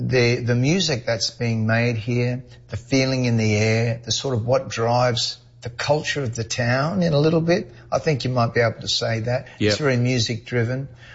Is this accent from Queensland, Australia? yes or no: yes; Queensland, Australia; moved away; in Queensland, of all places, very near to my hometown.